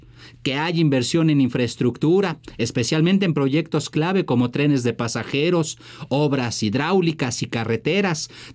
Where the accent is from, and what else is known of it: Mexico